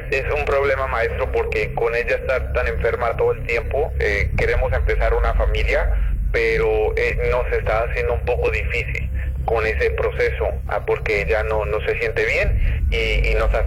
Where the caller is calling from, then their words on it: Seattle, Washington, United States; Yo estoy en Seattle.